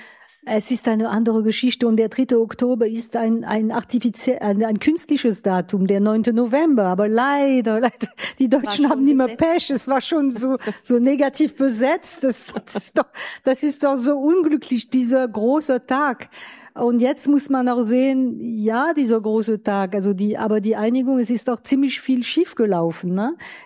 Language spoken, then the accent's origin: German; France; German is a second language; moved away; ich war nicht Wessi. Ja, ich war Französin